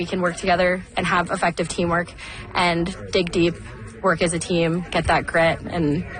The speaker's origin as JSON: {"language": "English", "town": "Revelstoke", "region": "British Columbia", "country": "Canada", "said": "Revelstoke."}